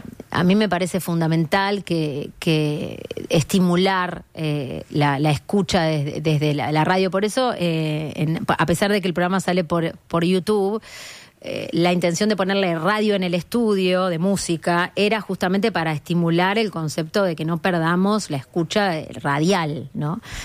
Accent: Uruguay; Soy la Terminator uruguaya

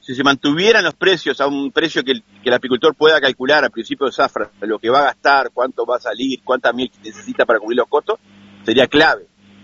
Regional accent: Minas, Lavalleja, Uruguay; se festeja en Minas, justo en mi tierra, en La Valleja.

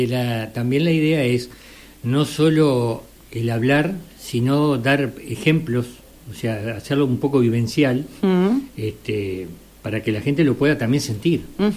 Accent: Switzerland; moved away; Yo soy de Suiza

